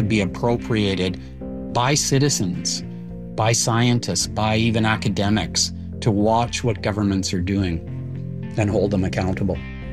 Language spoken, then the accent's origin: English; Vancouver, British Columbia, Canada; I grew up in a hardscrabble part of Vancouver.